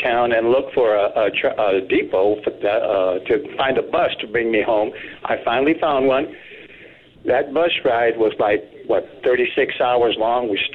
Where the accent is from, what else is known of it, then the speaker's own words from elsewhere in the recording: San Jose, California, United States; I'm 74 now, and the years that I've been alive, I've gone through the period of racism back in the 50s growing up in San Jose